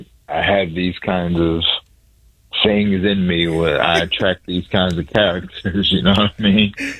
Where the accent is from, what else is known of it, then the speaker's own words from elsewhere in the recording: Newark, New Jersey, United States; Because I'm not from Chicago. I'm from Newark, New Jersey. So, you know, these are people that I grew up with, you know, people that I know from back home